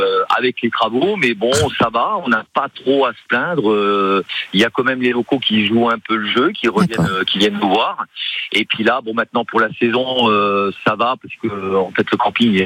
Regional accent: Grand Est, France; moved away as an adult; Moi, je suis lorrain à la base.

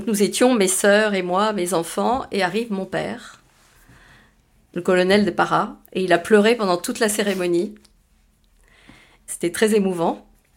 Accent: Morocco; born there; parce que je suis née au Maroc.

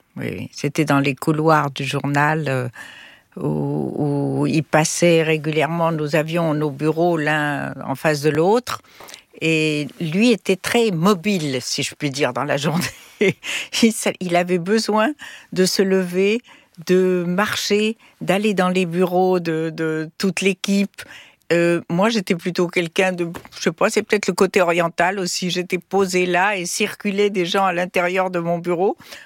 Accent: Morocco; moved away; en tant que bonne Marocaine

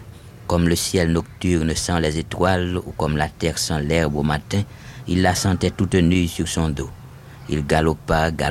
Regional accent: Haiti; moved away as an adult; l'enfance en Haïti, vous savez, se déroule habituellement, je crois que c'est encore vrai de nos jours, dans une atmosphère qui est à la fois entre le rêve et la réalité.

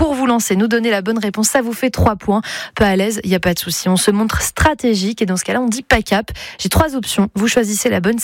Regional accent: Nouvoitou, Brittany, France; J'en viens aussi

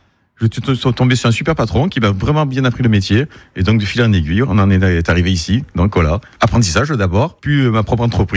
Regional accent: Sainte-Anne-d'Évenos, Provence-Alpes-Côte d'Azur, France; also born or lived in Ollioules; Parce que moi, à la base, je suis d'Olioul, élevé à Olioul, on va dire entre parenthèses. Puis j'ai grandi à Saint-Anne-des-Menos

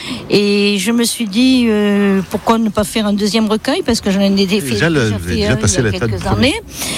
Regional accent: Occitanie, France; accent: southwestern French; Et oui, un peu du sud-ouest.

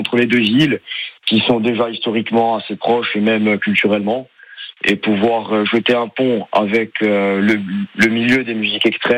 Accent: Corsica, France; créer des liens avec la scène sarde qui est assez épanouie en soi, avec beaucoup plus de groupes que chez nous en Corse.

